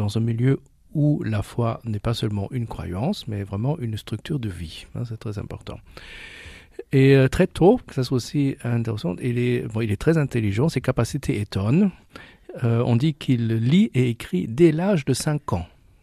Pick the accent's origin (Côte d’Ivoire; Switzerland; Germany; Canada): Germany; parce que moi, en tant qu'Allemand, donc, je ne connaissais pas du tout avant.